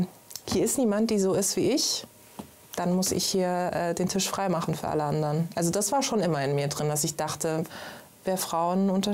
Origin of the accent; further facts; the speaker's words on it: Karlsruhe, Baden-Württemberg, Germany; in Karlsruhe, in meinem Heimatort, habe ich in der Kreisgeschäftsstelle, so heißt es, also ihre Repräsentanz, geklopft